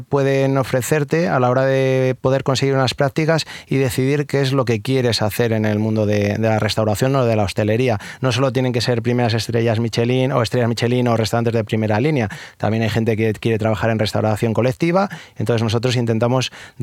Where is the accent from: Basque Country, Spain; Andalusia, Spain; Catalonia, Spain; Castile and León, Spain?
Castile and León, Spain; Palencia; Yo soy de Palencia